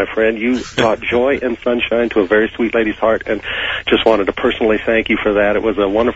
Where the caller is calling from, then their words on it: Loveland, Colorado, United States; I'm calling from Loveland, Colorado.